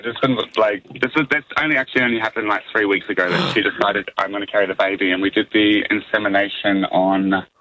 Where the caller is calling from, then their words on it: Australia; my husband's Samoan and I'm Australian